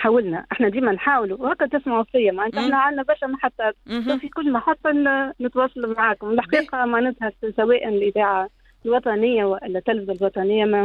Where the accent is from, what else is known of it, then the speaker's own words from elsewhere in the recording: Sidi Hamada, Tunisia; now in United Arab Emirates; أهلي كلهم في سيدي حمادة